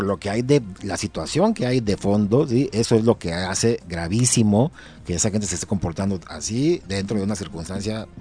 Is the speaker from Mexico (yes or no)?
yes; Acapulco, Guerrero, Mexico; Yo como acapulqueño